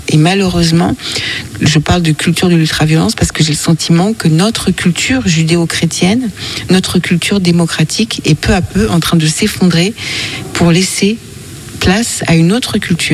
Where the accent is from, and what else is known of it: France